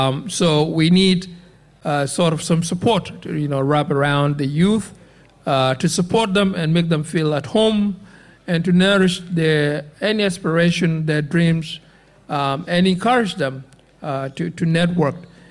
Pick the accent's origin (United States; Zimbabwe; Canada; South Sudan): South Sudan; now in Northern Rivers, Australia; Northern Rivers is my hometown now. And as you know, we came from Africa, and particularly from South Sudan.